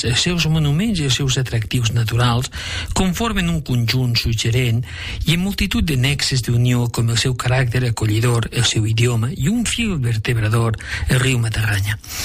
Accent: Tamarit de Llitera, Aragon, Spain; jo gairebé puc dir que soc de Tamarit de Llitera.

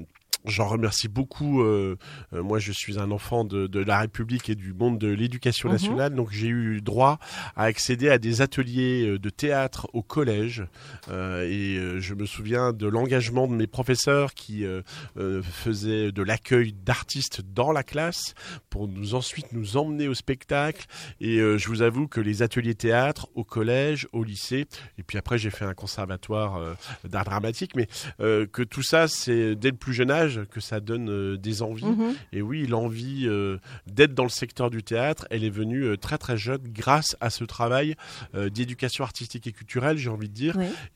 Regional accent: eastern France, France; now in Gascony, France; Moi, je suis un gars de l'Est de la France.

